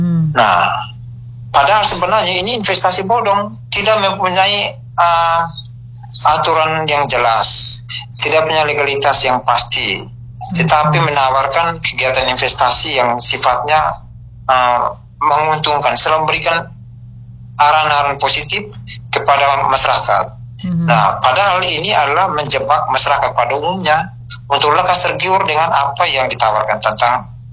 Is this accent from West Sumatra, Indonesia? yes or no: no; Flores, East Nusa Tenggara, Indonesia; kita orang Flores